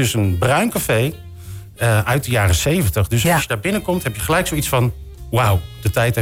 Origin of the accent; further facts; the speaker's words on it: Alphen aan den Rijn, South Holland, Netherlands; ik kom uit Alphen aan den Rijn